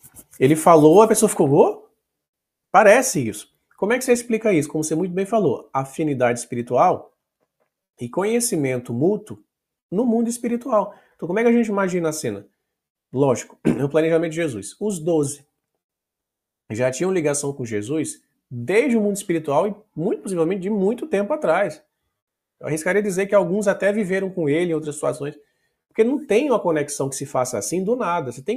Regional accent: Paraíba, Brazil; eu sou da Paraíba

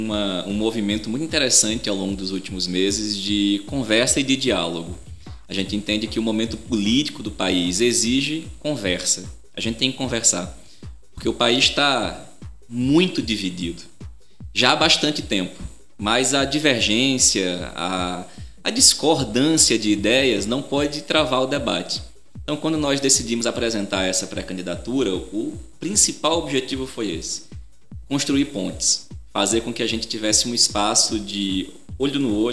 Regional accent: Petrolina, Pernambuco, Brazil; also born or lived in Belém de São Francisco / Salvador; eu tenho 35 anos, sou pernambucano, nasci em Belém de São Francisco, mas cresci em Petrolina

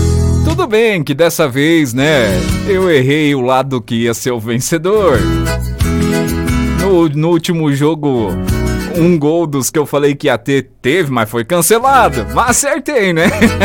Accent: Brazil; a gente é brasileiro

